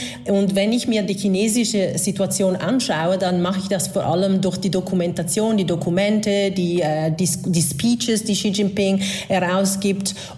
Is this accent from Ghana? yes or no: no; Venice, Veneto, Italy; moved away